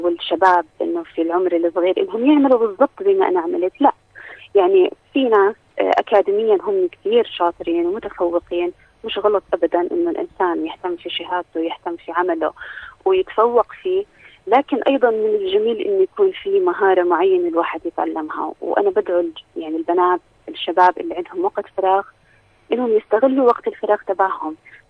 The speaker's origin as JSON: {"language": "Arabic", "country": "Jordan", "said": "إحنا نعم. في الأردن بحاجة لهذا النوع من الترفيه."}